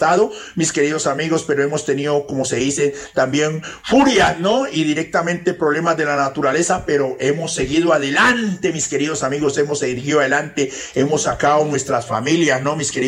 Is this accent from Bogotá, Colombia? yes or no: no; Putumayo, Colombia; Yo soy de un pueblo bastante, bastante lejano, mis queridos amigos, como es mi tierra Putumayo, mis queridos amigos, mi tierrita Putumayo.